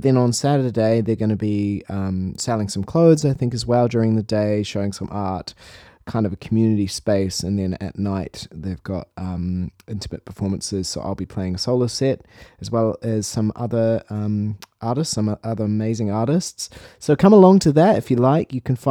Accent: New Zealand; As a Kiwi, I find that really hard.

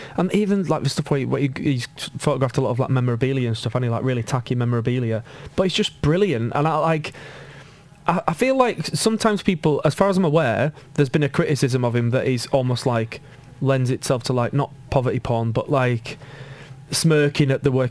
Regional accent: Wakefield, Yorkshire and the Humber, United Kingdom; I'm from Wakefield, it's the rhubarb triangle.

